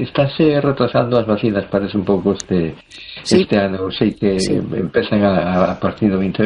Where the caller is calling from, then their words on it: A Coruña, Galicia, Spain; de Coruña.